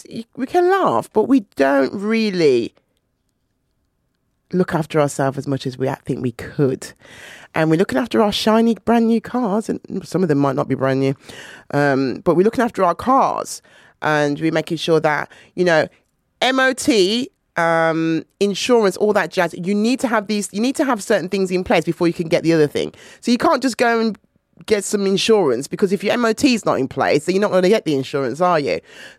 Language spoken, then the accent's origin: English; Jamaica; moved away